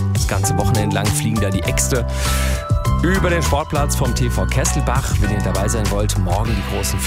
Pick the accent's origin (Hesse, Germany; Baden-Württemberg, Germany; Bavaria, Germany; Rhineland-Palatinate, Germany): Hesse, Germany; Rabenau; bei uns zu Hause in Hessen, in Rabenau, im Landkreis Gießen